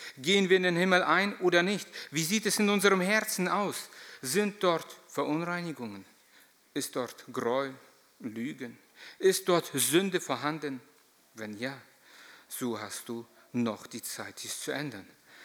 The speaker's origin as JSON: {"language": "German", "region": "Lower Saxony", "country": "Germany", "said": "Hier bei uns in Emsland damals schon konntest du das alles nicht so offen stehen lassen."}